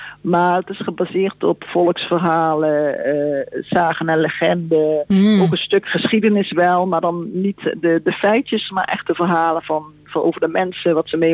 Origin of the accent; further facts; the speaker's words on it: Limburg, Netherlands; now in Amersfoort, Netherlands; Ik ben in Limburg geboren en getogen.